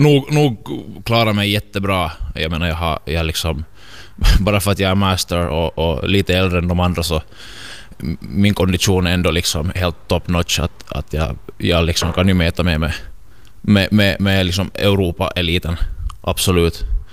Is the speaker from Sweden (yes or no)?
no; Karis, Uusimaa, Finland; moved away as an adult; Jag är ju född och uppvuxen i Karis